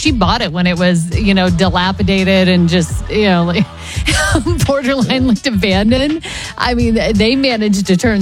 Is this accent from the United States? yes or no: yes; Oklahoma, United States; I grew up in Oklahoma.